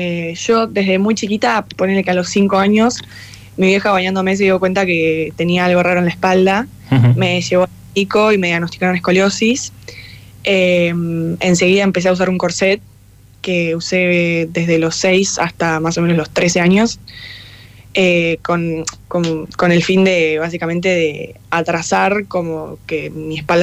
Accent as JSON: {"language": "Spanish", "country": "Argentina", "moved": "yes", "lives_now": "United States"}